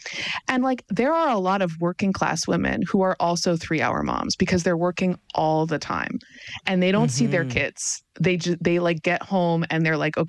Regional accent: Canada; and I'm saying this as a Canadian right now

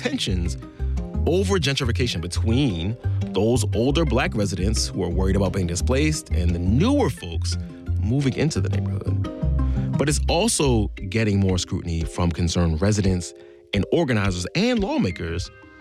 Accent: Philadelphia, Pennsylvania, United States; At the same time I was growing up in South Philly, Bed-Stuy had a reputation, the homicide capital of the United States.

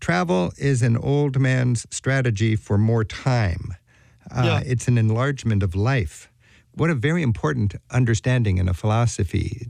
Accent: Canada; you may feel we're all wearing our flannel jackets and being quintessentially Canadian

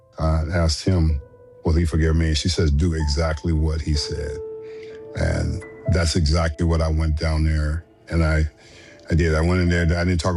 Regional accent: Los Angeles, California, United States; born or raised there

